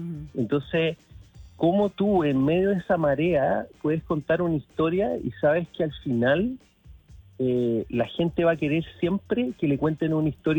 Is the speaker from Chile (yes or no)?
yes; Viña del Mar, Valparaíso, Chile; Imagínate, yo que soy de Viña, yo veía toda mi vida, vi el letrero